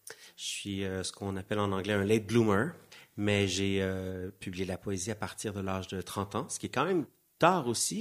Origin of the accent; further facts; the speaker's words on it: Thetford Mines, Quebec, Canada; also born or lived in Montreal; je suis né à Montréal, mais j'ai grandi à Thetford Mines. C'est le lieu de mon roman Amiante. C'est une ville minière.